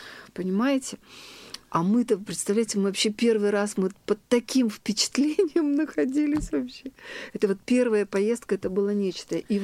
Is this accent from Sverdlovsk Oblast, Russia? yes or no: yes; Yekaterinburg, Sverdlovsk Oblast, Russia; А вы, говорит, откуда? Я говорю, а мы из Екатеринбурга.